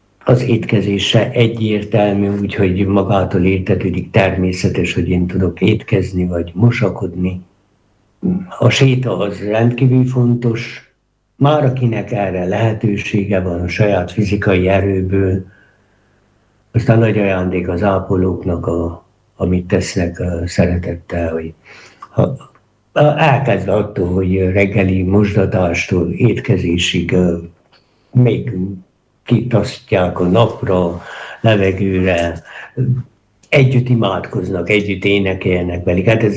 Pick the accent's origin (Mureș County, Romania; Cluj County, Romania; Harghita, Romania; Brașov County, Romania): Harghita, Romania; moved away; én természetesen csiki székelyként